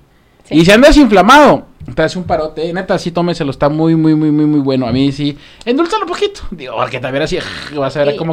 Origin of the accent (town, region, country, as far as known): Mexico